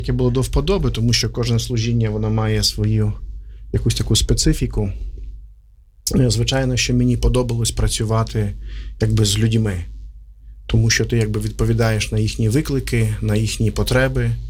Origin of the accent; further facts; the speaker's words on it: Berdychiv, Zhytomyr Oblast, Ukraine; moved away; also born or lived in Riga / Poland / Kyiv / Zviahel; Сам я родом з Бердичева, ось, але довгий час жив в Житомирі. Мабуть, навіть таку більшу частину життя на одному місці я прожив в Житомирі.